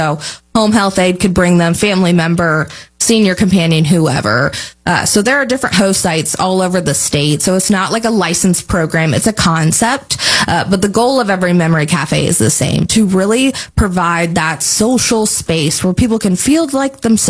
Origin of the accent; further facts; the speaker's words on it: Indiana, United States; now in Indianapolis, United States; So I'm from Southern Indiana, close to Louisville. So getting to move up here to Indianapolis